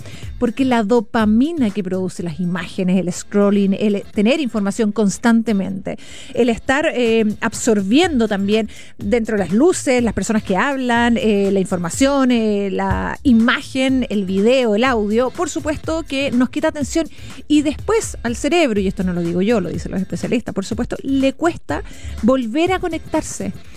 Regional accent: Chile

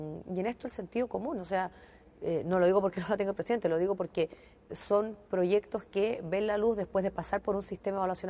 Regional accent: Antofagasta, Chile; Yo represento a la ciudad de Antofagasta, soy antofagastina, y por lo tanto toda la vida he convivido, primero viendo a mis abuelos con manchitas blancas por el arsénico en el agua

